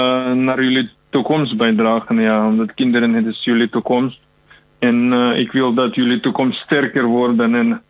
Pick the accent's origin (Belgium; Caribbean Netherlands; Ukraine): Ukraine; Dutch is a second language; moved away as an adult; now in Almelo, Netherlands; Ik ben vluchteling uit Oekraïne. Ik ben al 4 jaar in Nederland, vanaf oorlog in Oekraïne.